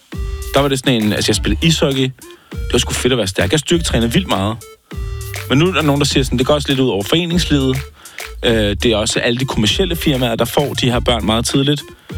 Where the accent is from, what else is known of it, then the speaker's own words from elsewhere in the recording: Amager, Capital Region of Denmark, Denmark; Som en Amager-dreng